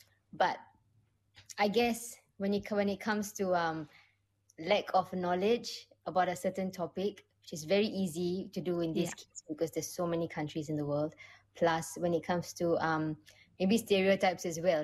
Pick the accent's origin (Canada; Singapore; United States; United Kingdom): Singapore; moved away; I'm from Singapore